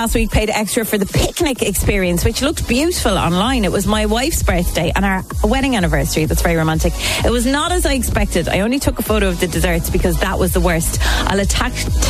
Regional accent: Ireland; Being Irish, I replied, it's lovely.

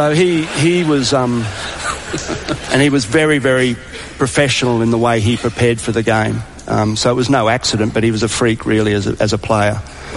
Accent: Brisbane, Queensland, Australia; I was in Brisbane. I'm from Brisbane.

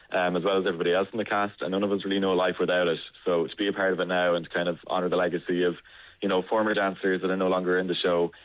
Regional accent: County Clare, Ireland; Well, I'm from Clare myself, so this will actually be the closest to home that I've ever actually done the show.

